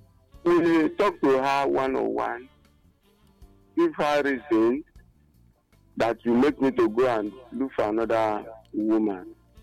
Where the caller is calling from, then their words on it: Abakaliki, Ebonyi, Nigeria; I'm calling from Ebonyi State, Abakiliki.